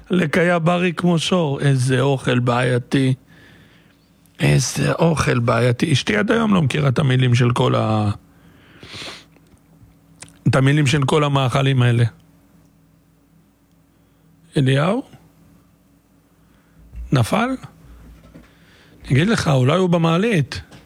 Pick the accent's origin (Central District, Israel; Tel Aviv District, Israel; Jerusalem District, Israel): Central District, Israel; Netanya; פרדס הגדוד, שם גדלתי, אצל סבא וסבתא